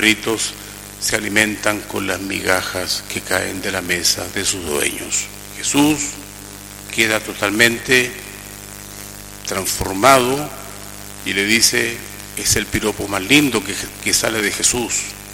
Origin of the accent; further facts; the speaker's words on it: Chile; Como somos chilenos, somos muy sensibles